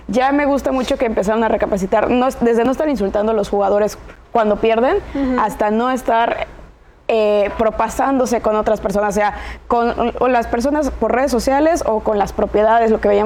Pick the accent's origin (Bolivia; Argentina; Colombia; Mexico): Mexico; sobre todo por la edad como mexicano